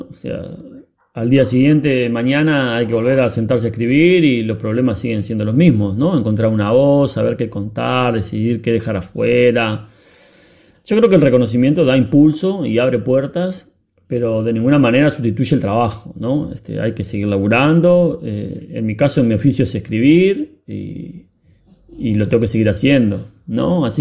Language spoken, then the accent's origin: Spanish; Mercedes, Argentina; moved away; Y yo, que soy del interior, de Mercedes, de ahí salí cuando me tocó irme.